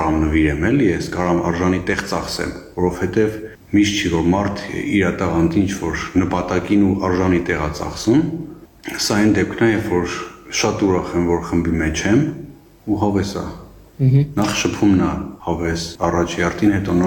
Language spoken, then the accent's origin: Armenian; Vanadzor, Lori, Armenia; Ասեմ, որպես վանաձորցի շատ արագ ինտեգրվեցի խումբ ու ինձ հարազատ զգացի խմբում